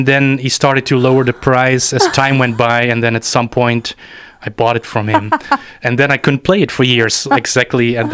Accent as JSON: {"language": "English", "town": "Tilburg", "region": "North Brabant", "country": "Netherlands", "tie": "born or raised there", "second_language": "English", "said": "I think it was still in Tilburg, my hometown, where the vinyl box of this album with the four records came to a local record shop in Tilburg."}